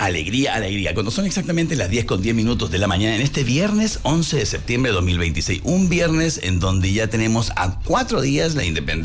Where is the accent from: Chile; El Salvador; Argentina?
Chile; now in Mexico; Ya después de 29 años viviendo en México, soy el chileno más mexicano que existe aquí.